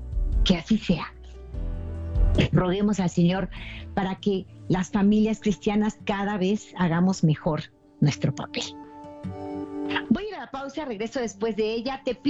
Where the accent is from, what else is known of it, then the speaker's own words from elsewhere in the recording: Mexico; en mi país, México